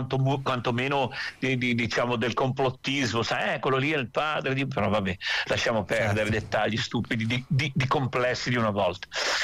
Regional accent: Genoa, Liguria, Italy; noi siamo di Genova

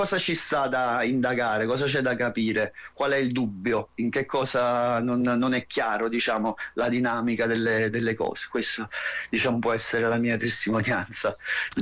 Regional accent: Salerno, Campania, Italy; noi siamo tutti di Salerno

